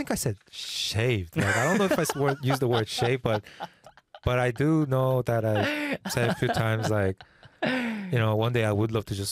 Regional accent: Vancouver, British Columbia, Canada; also born or lived in South Korea / Philadelphia; I was born in Korea and I moved to Vancouver, Canada when I was in fourth grade, okay. elementary school.

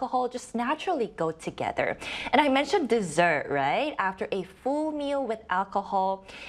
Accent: South Korea; English is a second language; And I'm 28 years old, and I was born and raised in Korea, so I think I'm quite qualified to speak for Korean Gen Zs.

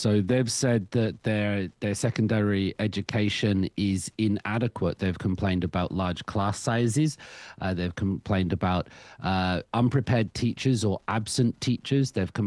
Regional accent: England, United Kingdom; As an Englishman, I will speak the king's.

